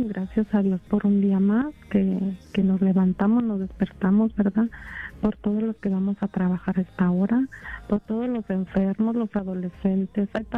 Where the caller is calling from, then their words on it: Chicago, Illinois, United States; de Chicago.